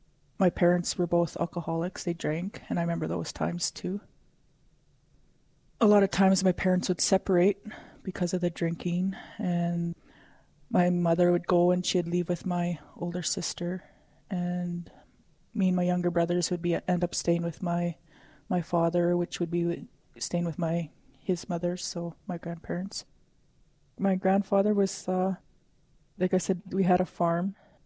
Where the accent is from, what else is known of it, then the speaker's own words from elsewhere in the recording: James Smith Cree Nation, Saskatchewan, Canada; I'm from the James Smith Cree Nation in Saskatchewan. As I grew up on the reserve in James Smith, I kind of had a carefree life. No worries, no nothing. We just able to roam around. We lived, had a farm, riding horses